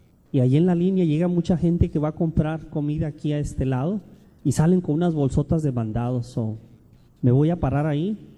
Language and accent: Spanish; Tijuana, Baja California, Mexico; born there; yo soy nacido en Tijuana.